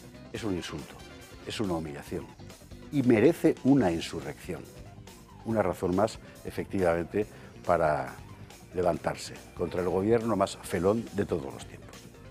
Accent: Spain

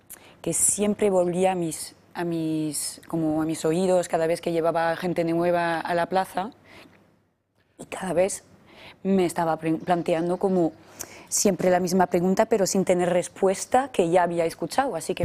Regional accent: Nîmes, Occitania, France; soy de Nimes.

